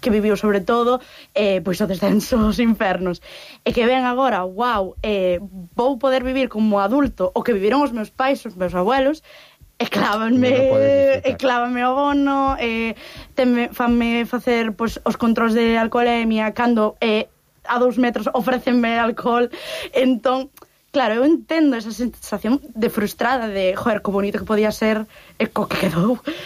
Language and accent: Galician; Galicia, Spain; A ver, eu non son desta cidade, vale? Eu son do Barbanza, así que certo que eu de fútbol cero.